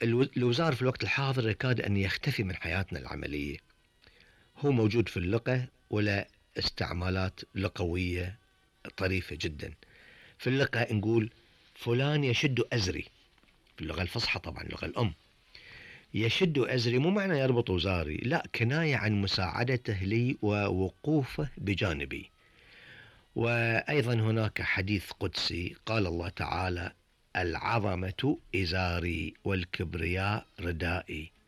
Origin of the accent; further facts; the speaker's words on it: Bahrain; قديما كان يلبس تحت الثوب، عندنا في البحرين كان الرجل يلبس تحت الثوب وزار.